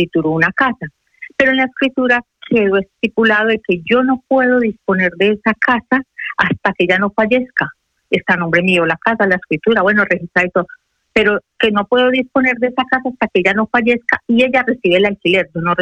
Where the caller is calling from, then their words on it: Murcia, Region of Murcia, Spain; llamo desde Murcia.